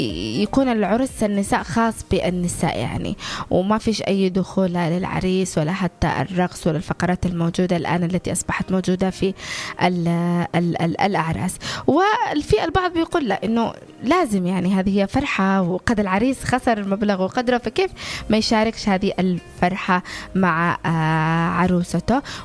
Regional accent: Yemen; في مجتمعنا اليمني

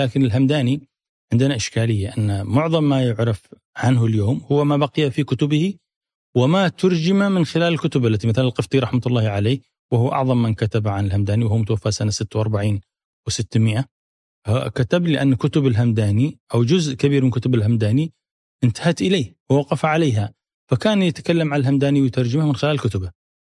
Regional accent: Rada'a, Al Bayda Governorate, Yemen; أنا من قيفة، من تابعة لردع، وهي من مساكن حمير في في القدم، وإن كانت سكنتها مذعج ولكن هي في الأصل من مساكن حمير.

